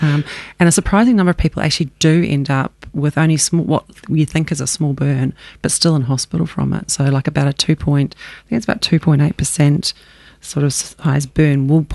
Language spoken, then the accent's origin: English; New Zealand; now in Australia; New Zealand, I'm a Kiwi, you can probably tell.